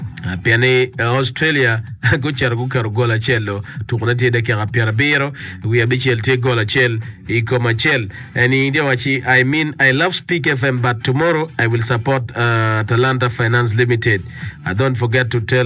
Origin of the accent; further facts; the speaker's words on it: Pabo, Northern Region, Uganda; from Pabo Town.